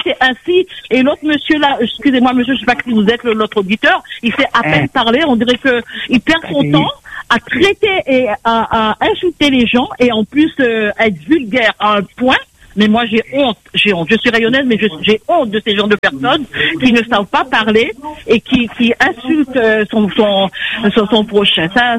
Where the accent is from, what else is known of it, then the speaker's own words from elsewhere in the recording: Cergy, Île-de-France, France; Je suis du Cergy, de Cergy.